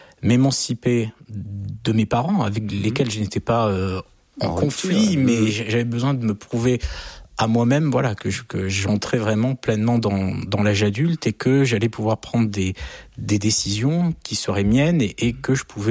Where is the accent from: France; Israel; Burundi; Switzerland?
France; Je suis français, je vis en France.